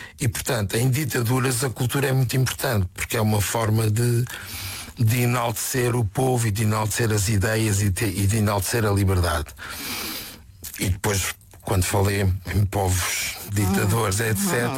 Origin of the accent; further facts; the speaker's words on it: Setúbal, Portugal; Câmara Municipal de Setúbal, que é a minha terra.